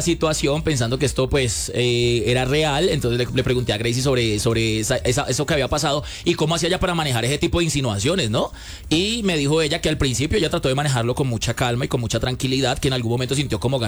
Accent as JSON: {"language": "Spanish", "town": "Cali", "region": "Valle del Cauca", "country": "Colombia", "said": "En Cali le decíamos inglés de muelle."}